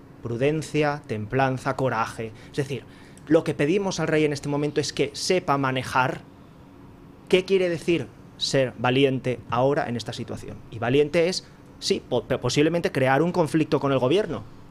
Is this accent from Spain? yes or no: yes; Spain; lo que le pedimos en realidad los españoles, sin yo querer arrogarme ser su portavoz, pero sí, como español, yo me limito a expresar mi deseo.